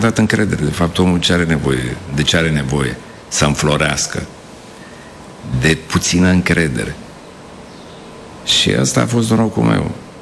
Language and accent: Romanian; Oltenia, Romania; accent: Oltenian; now in Bucharest, Romania; olteanul de la țară, de la care mergea cu vacile, cu oile.